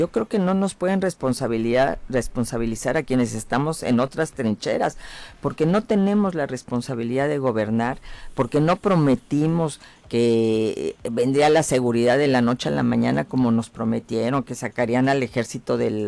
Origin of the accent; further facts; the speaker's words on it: Mexico; todos somos mexicanos